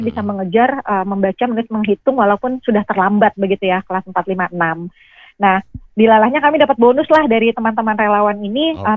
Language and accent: Indonesian; Java, Indonesia; kita orang Jawa